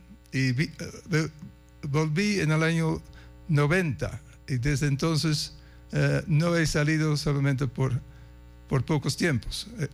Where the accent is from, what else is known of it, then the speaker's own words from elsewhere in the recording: Netherlands; Spanish is a second language; moved away as an adult; now in Latacunga, Ecuador; Yo soy holandés. Vengo de Holanda, de los Países Bajos, como se debe decir ahora